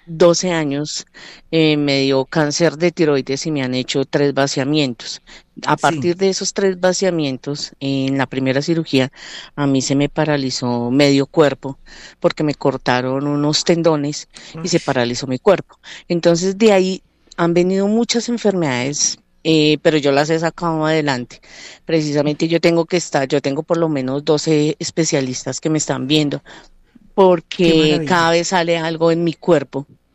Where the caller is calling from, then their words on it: Bogotá, Colombia; Hablo desde Bogotá.